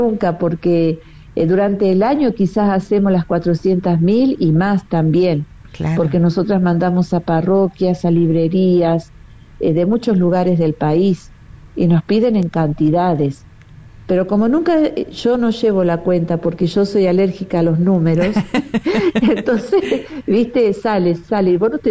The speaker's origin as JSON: {"language": "Spanish", "town": "Rosario", "region": "Santa Fe", "country": "Argentina", "moved": "yes", "lives_now": "Córdoba, Argentina", "said": "soy rosarina."}